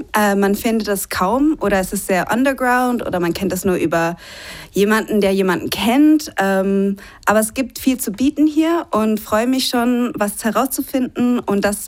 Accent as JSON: {"language": "German", "town": "Karlsruhe", "region": "Baden-Württemberg", "country": "Germany", "tie": "born or raised there", "said": "also hier in meiner Heimatstadt Karlsruhe"}